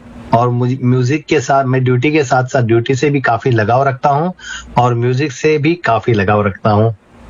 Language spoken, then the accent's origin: Hindi; Mumbai, Maharashtra, India; मैं मुंबई से हूँ और मैं पुलिस डिपार्टमेंट में हूँ।